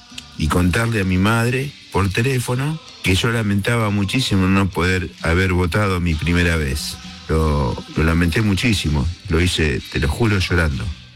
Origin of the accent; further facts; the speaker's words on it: Casilda, Santa Fe, Argentina; Yo manejaba un camión de acá de mi pueblo, de Casilda, y se paró el país.